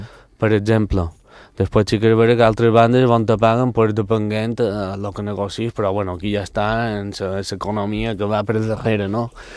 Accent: Balearic Islands, Spain; No, jo soc mallorquí, i em diu, no, saps, com que no s'ho creuen, però sí

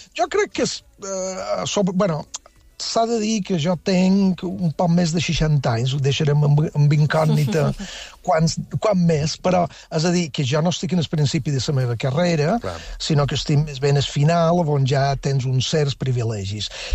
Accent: Felanitx, Balearic Islands, Spain; now in New York, United States; de Felanitx, sí, sí.

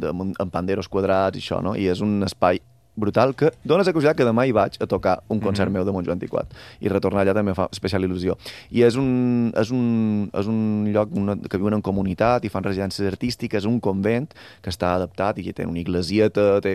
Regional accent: Balearic Islands, Spain; jo som mallorquí

